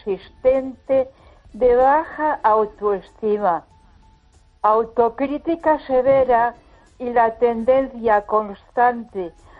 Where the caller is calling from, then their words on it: Ponferrada, Castile and León, Spain; de Ponferrada.